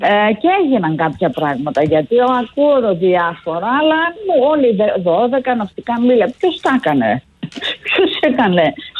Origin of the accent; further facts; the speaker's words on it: Northern Greece, Greece; ειδικά εμένα που είμαι και από τη Βόρειο Ελλάδα